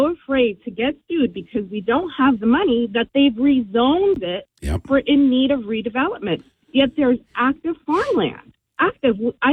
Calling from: Medford, New Jersey, United States; I'm actually from Medford.

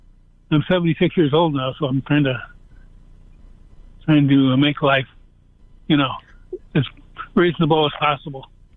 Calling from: Texas, United States; Hi, I'm right here on the border, actually. I'm 5 miles from Reynosa.

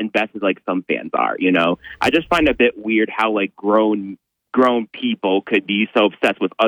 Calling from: Endicott, New York, United States; from Endicott.

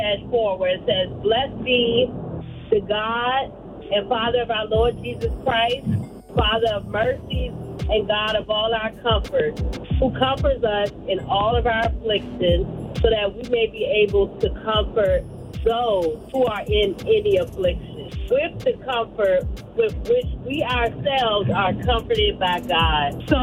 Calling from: Richmond, Virginia, United States; Hey, I'm calling from Richmond, Virginia.

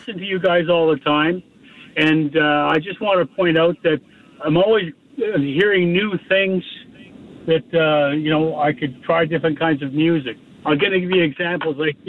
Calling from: Toronto, Ontario, Canada

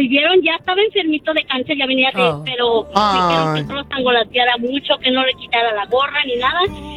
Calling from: San Diego, California, United States; una estación aquí de San Diego, porque yo soy de San Diego

